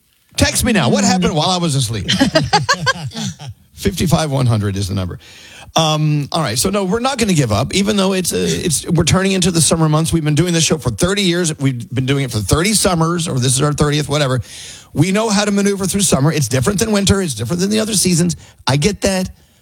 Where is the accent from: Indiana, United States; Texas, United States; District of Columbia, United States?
Texas, United States; also born or lived in San Antonio; now in New York, United States; I'm originally from Texas. I am a New Yorker, and I fully support the Knicks. I was a Spurs fan for many years when I lived in San Antonio